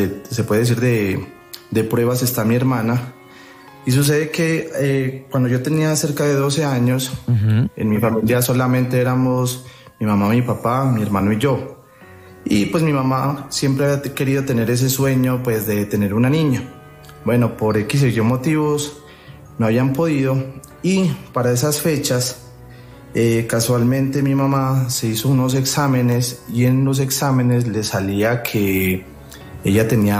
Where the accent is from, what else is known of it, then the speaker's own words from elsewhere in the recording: Ipiales, Nariño, Colombia; now in Antioquia, Colombia; propiamente yo soy de una ciudad del departamento de Nariño que se llama Ipiales, la frontera con el Ecuador. Actualmente vivo es en Antioquia